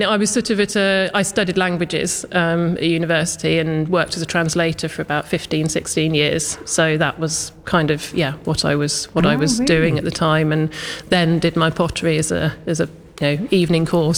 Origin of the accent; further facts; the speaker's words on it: Wellingborough, East Midlands, United Kingdom; I'm from Wellingborough myself, so I don't know this area that well